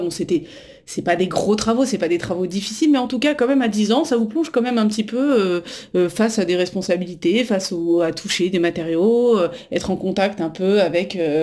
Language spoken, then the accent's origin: French; Paris, Île-de-France, France; born there; Oui, alors je suis née en 1990, à Paris.